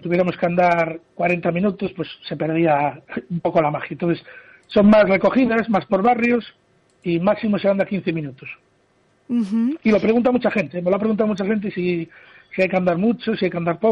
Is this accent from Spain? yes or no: yes; Ferrol, Galicia, Spain; yo soy de Canigo.